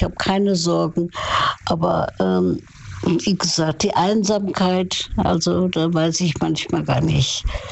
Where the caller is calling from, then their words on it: Saarland, Germany; Ich komme aus dem Saarland.